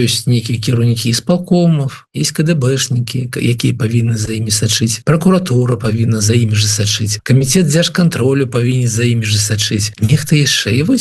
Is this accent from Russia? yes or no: no; Belarus